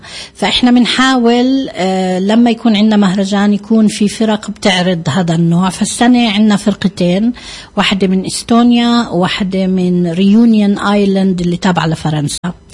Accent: Palestine; عندنا في فلسطين

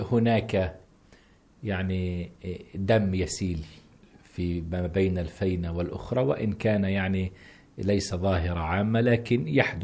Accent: Palestine

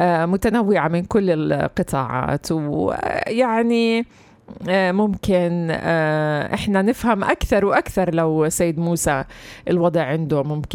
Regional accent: Palestine; احنا كفلسطينيين

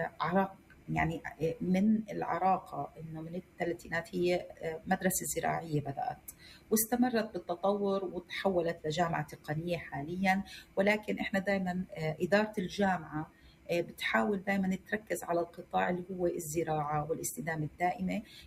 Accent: Palestine; إحنا من فلسطين

